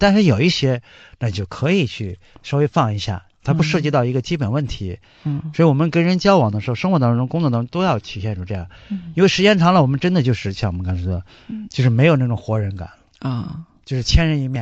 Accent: China; 你像我们中国人就这样，

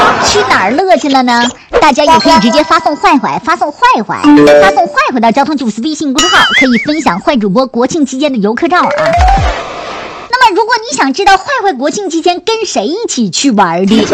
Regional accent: Hainan, China

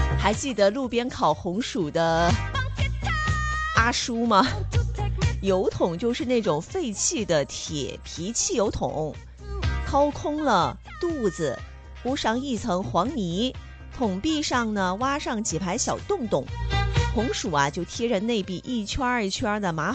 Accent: Guizhou, China; now in Haikou, China; 我们家乡贵州

